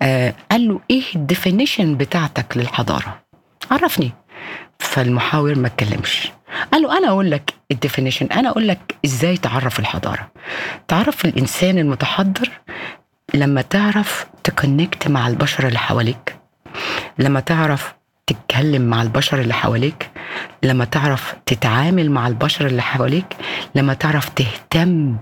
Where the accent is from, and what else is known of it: Egypt; now in Europe